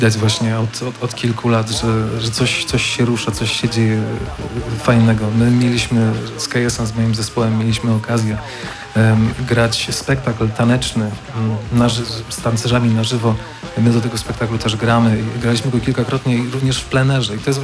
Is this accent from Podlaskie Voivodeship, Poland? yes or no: no; Katowice, Silesian Voivodeship, Poland; also born or lived in Chorzów; W ogóle ja pochodzę z Katowic. I do Chorzowa się przeprowadziłem dawno temu, potem się wyprowadziłem z powrotem do Katowic.